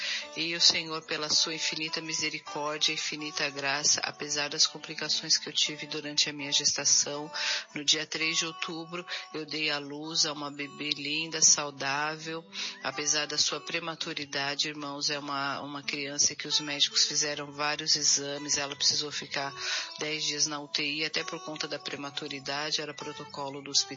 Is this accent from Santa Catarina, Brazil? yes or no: no; São Bernardo do Campo, São Paulo, Brazil; eu sou de São Bernardo do Campo.